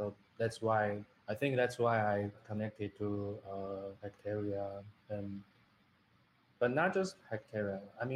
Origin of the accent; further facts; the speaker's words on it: Taiwan; I'm from Taiwan.